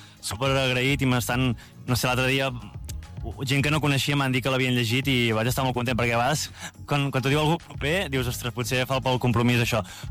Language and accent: Catalan; Vic, Catalonia, Spain; sóc de Vic